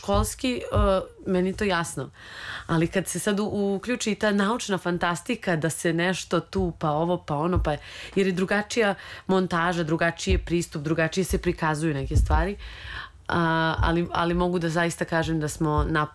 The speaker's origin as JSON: {"language": "Serbian", "country": "Serbia", "said": "ja sam iz Srbije, ja sam odavde, ja sam naša"}